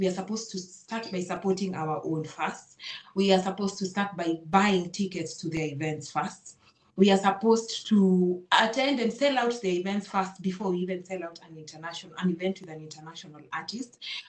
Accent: Kenya

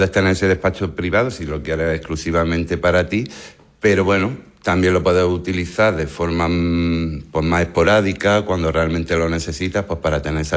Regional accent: Motril, Andalusia, Spain; moved away as an adult; yo era un inmigrante motrileño que se fue en la crisis, estuvo como unos 10 años fuera. Quería regresar a mi tierra

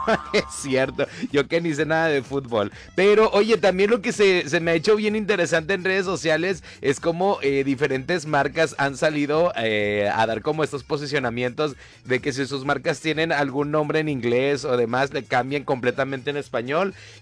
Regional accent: Mexico; vamos a seguir siendo los mismos mexicanos

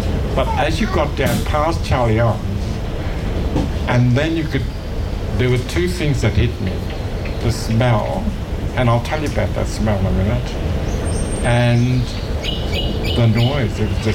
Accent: Darwin, Northern Territory, Australia; born there; and then we moved from there to even further into Fanny Bay, which was Giles Street, which is just near the beach.

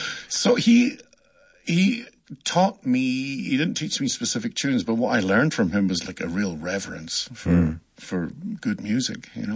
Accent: Paisley, Scotland, United Kingdom; now in Ontario, Canada; I grew up in Paisley, in the west of Scotland. The big town. It's kind of famous for being the biggest town in the UK that isn't a city.

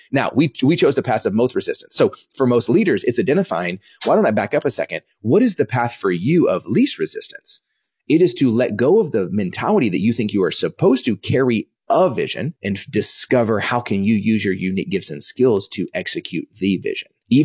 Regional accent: Dallas, Texas, United States; also born or lived in Kansas; So I was born in 1983. I was born in Kansas. I only lived there about a week. Came back to Dallas

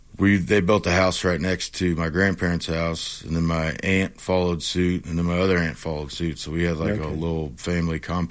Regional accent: Kansas City, Missouri, United States; born or raised there; also born or lived in Raleigh, North Carolina; now in New Orleans, United States

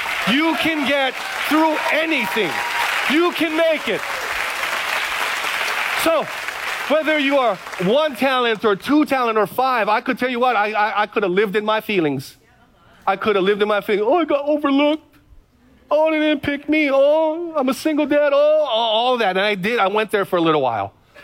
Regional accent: Hawaii, United States; now in Kaneohe, United States

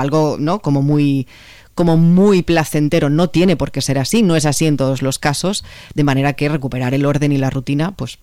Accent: Balearic Islands, Spain; yo como mallorquina

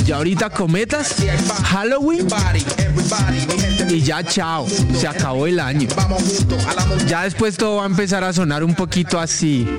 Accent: Colombia

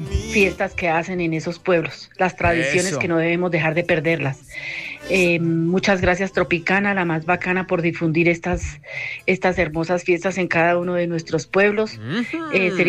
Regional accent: Boyacá, Colombia; Bien boyacense, guapachoso. Orgullosa de ser boyacense, de nuestro

